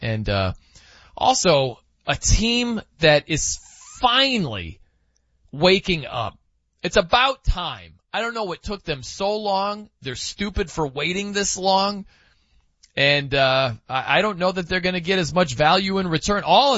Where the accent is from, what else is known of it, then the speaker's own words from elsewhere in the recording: South Bend, Indiana, United States; cause I'm from South Bend. I've loved Notre Dame football for my entire life.